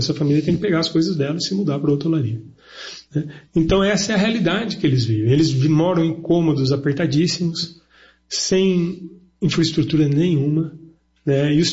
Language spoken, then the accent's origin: Portuguese; Brazil